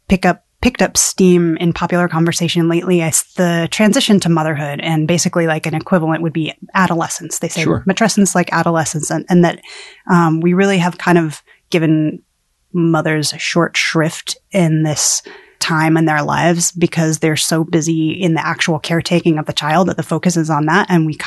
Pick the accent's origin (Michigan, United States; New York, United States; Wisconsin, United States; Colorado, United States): Colorado, United States; I hail from Colorado originally